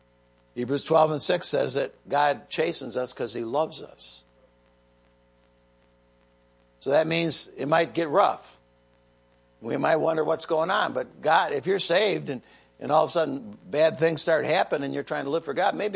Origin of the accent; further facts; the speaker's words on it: United States; So as an American